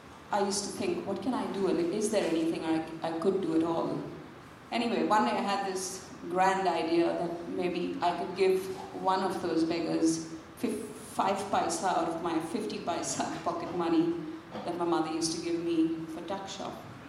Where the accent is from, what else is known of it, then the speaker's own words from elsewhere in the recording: Mumbai, Maharashtra, India; I come from India. I grew up in a really small, very small connected neighborhood on the outskirts of Mumbai in a little suburb called Chembur.